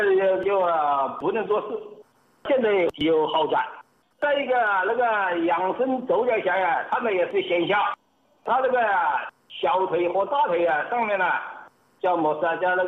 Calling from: Xiantao, Hubei, China; 我是仙桃杨明伟镇。

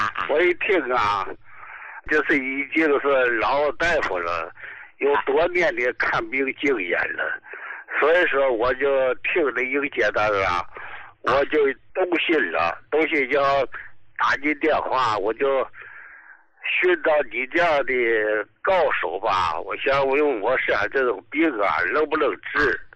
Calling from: Dalian, Liaoning, China; 我是大连的哈，

